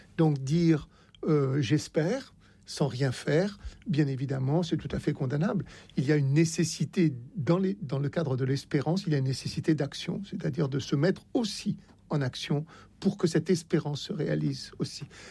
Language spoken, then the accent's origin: French; Oran, Oran Province, Algeria; born there; Je suis né à Oran.